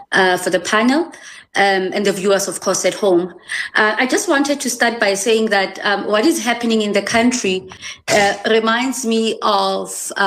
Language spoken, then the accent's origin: English; Soweto, Gauteng, South Africa; I grew up in Soweto, and I grew up in an area where Inkatha Freedom Party was mutilating and killing our people.